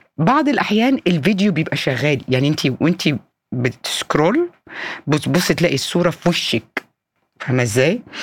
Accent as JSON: {"language": "Arabic", "country": "Egypt"}